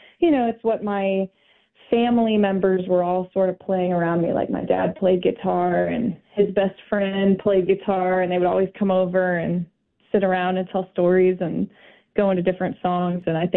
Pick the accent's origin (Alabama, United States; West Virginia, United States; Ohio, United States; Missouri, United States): Missouri, United States; Kansas City; now in New Orleans, United States; my hometown of Kansas City.